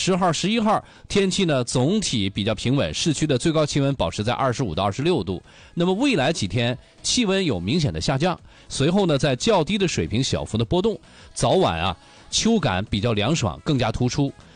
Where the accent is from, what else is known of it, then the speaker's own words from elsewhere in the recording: Dunhua, Jilin, China; now in Dalian, China; 其实我的家乡敦化市就是吉林敖东制药厂的所在地。